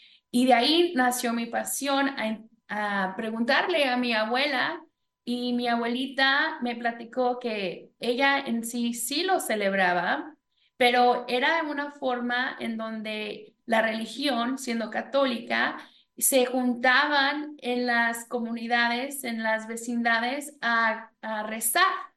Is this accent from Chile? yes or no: no; Mexico; aunque fui criada en México